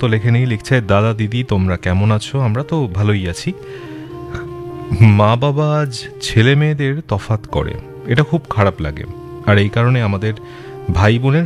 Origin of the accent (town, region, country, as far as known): India